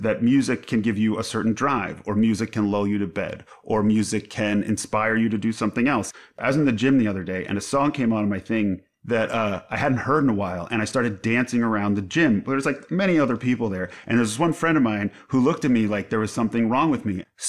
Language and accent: English; Long Island, New York, United States; I didn't grow up in Washington Heights. I grew up on Long Island, which is a very different place.